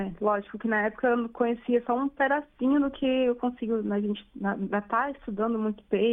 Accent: Manaus, Amazonas, Brazil; E eu sou daqui de Manaus, né? Eu nasci aqui em Manaus, me criei aqui em Manaus.

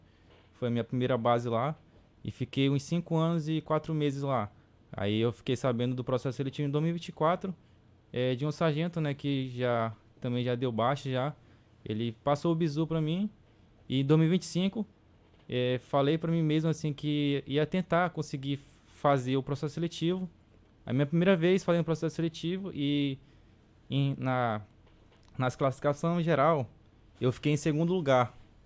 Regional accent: Tabatinga, Amazonas, Brazil; Sou natural de Tabatinga.

